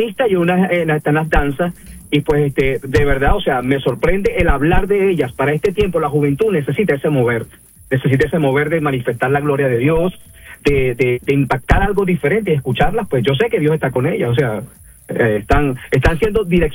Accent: Venezuela; De hecho, en mi tierra Venezuela decimos que mira con quién anda y te diré quién eres, algo así.

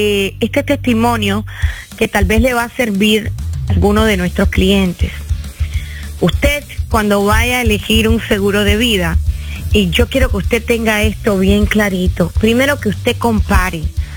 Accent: Cuba; moved away; Pero antes quiero contarles que no, soy cubana, pero que tengo un corazón con un pedacito ecuatoriano.

